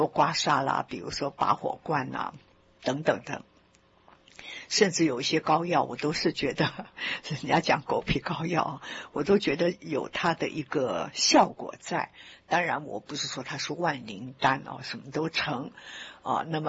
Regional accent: China; 所以我们中国人有说齿摇动啊，眼茫茫啊，发苍苍哦，就是一个衰老的一个现象出来了。

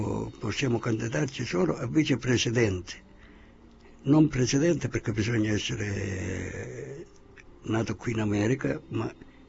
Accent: Calabria, Italy; accent: Calabrian; Come si capisce che anche io sono calabrese, dal mio accento calabrese.

